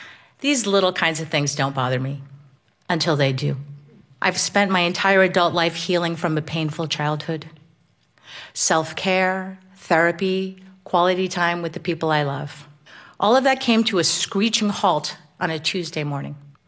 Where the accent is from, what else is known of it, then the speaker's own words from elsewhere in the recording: New Jersey, United States; now in Boston, United States; I grew up on the Jersey Shore. I now live on the South Shore of Boston